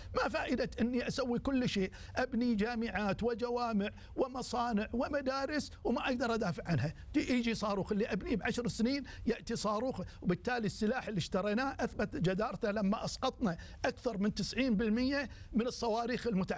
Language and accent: Arabic; Kuwait; احنا الكويت